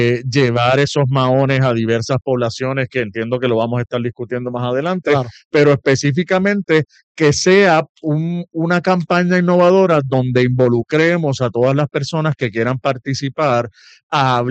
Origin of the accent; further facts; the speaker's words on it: Bayamón, Puerto Rico; Pues soy primeramente puertorriqueño, de Bayamón, educador en salud de profesión.